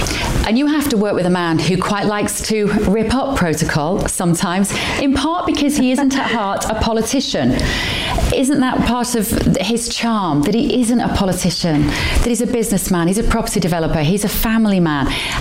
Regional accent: United Kingdom; as British people

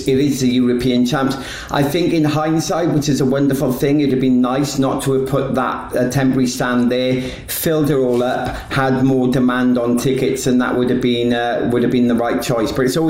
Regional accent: United Kingdom; I'm British.

